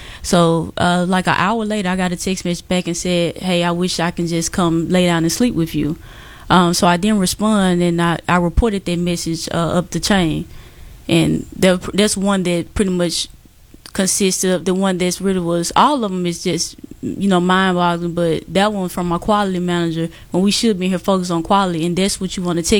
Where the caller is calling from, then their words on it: Mississippi, United States; maybe I'm from Mississippi.